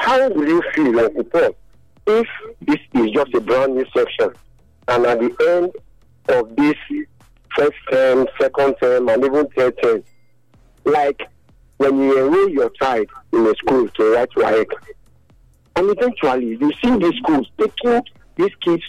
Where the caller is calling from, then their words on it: Nigeria; I'm calling from Nigeria.